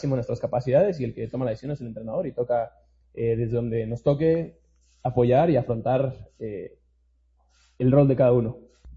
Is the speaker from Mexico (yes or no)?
yes; Mexico; hermano, somos mexicanos y nos sobreponemos de todo